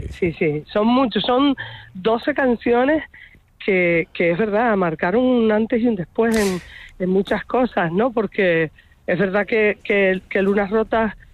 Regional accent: Arrecife, Canary Islands, Spain; born there; en Arrecife, porque es el sitio donde yo nací

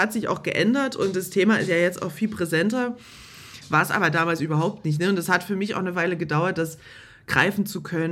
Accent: East Germany, Germany; now in Cologne, Germany; Also ich sag immer eigentlich, seit 2010, da bin ich nach Köln gezogen, seitdem habe ich eine ostdeutsche Identität irgendwie.

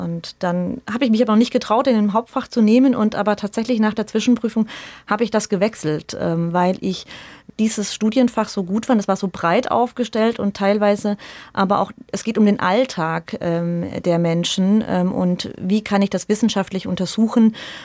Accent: Lohr am Main, Bavaria, Germany; born there; Ich bin ja in Lohr am Main zur Schule gegangen, aufs Gymnasium.

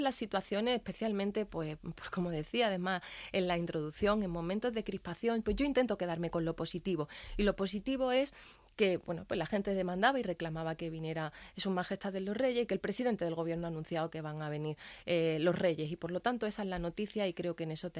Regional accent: Melilla, Spain; como melillense y como española

